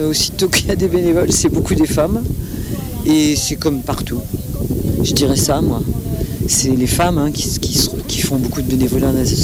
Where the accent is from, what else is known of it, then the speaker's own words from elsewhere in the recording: Sète, Occitanie, France; si on me dit, mais t'es d'où ? Je dis, bah, de Sète. Oui, mais t'es d'où ? Bah, je suis de Sète.